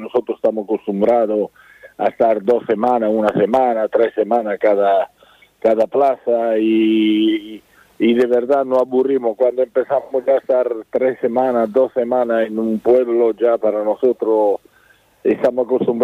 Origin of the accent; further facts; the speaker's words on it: Spain; accent: Italian; Y mire, yo soy español, tengo el acento italiano, que todo